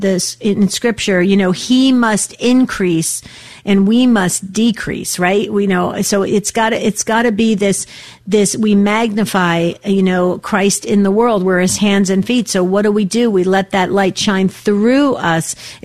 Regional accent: New Jersey, United States; accent: Jersey; Bob, I'm from Jersey originally. So if I get rolling and I talk too quickly, you'll pick up my Jersey accent too.

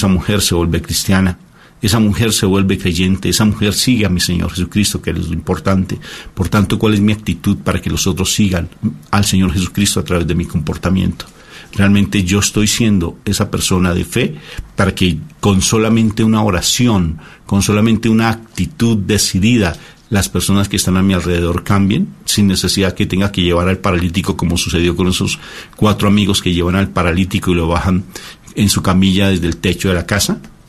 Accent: Colombia; Y venimos desde Colombia a otro país y no van los otros grupos.

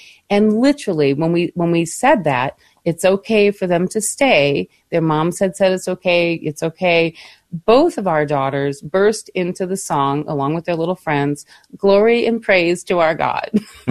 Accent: Michigan, United States; Now, to my childhood, I think of all of the outings that we did as children growing up in Michigan. You know, we were literally on the lake shore growing up. That was my home.

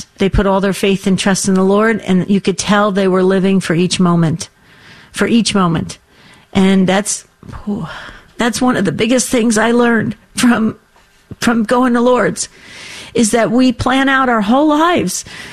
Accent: New Jersey, United States; Is it just because I'm from New Jersey, Denise?

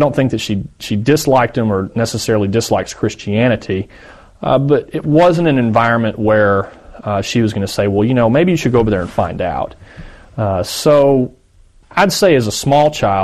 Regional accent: Arkansas, United States; I grew up in Northwest Arkansas.

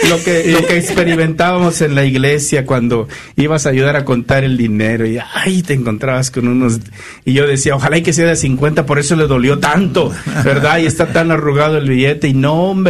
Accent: Guerrero, Mexico; Así somos los de Guerrero.

